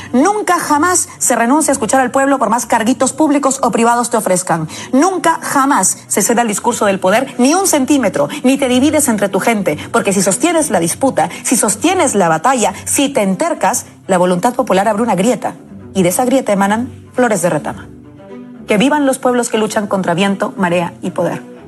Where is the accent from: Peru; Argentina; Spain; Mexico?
Peru; Ayer, el pueblo peruano, mi pueblo, ha dado una lección al mundo.